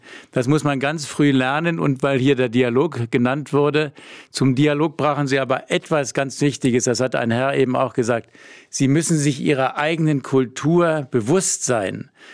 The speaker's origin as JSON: {"language": "German", "country": "Germany", "moved": "yes", "lives_now": "Austria", "said": "ich bin auch ein Ausländer als Deutscher in Österreich"}